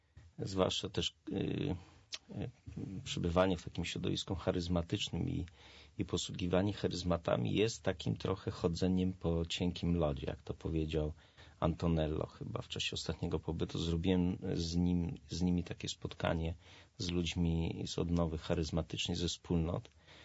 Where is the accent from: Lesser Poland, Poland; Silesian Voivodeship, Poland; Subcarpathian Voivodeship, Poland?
Lesser Poland, Poland; Ja jestem góralem, więc ja potrzebuję młotka czasami